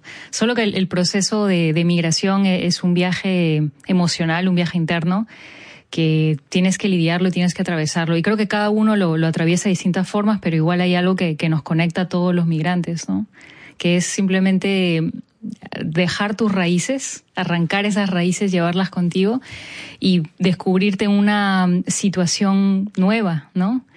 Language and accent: Spanish; Trujillo, La Libertad, Peru; Sí, nací lejos. Soy de la costa peruana. Soy de Trujillo.